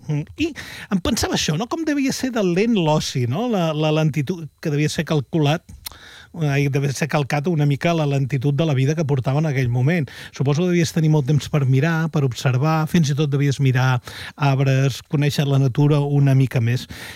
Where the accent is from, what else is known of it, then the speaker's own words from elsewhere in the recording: L'Ametlla del Vallès, Catalonia, Spain; quan vaig composar … del meu poble